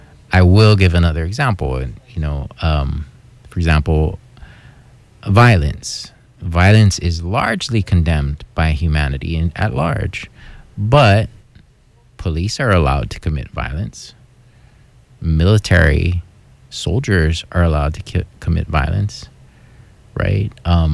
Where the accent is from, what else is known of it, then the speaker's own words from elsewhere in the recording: Hawaii, United States; And as a Hawaiian person, I'm not ashamed of that reality. It's something that my ancestors practiced.